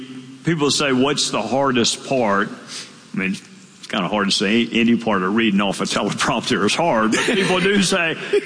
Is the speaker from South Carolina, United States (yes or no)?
yes; Greenville, South Carolina, United States; imagine I was born in Greenville.